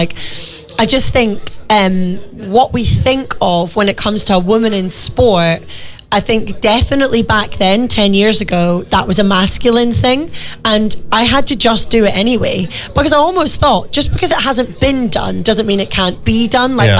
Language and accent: English; Scotland, United Kingdom; I'm from Scotland, so I see rain quite a lot.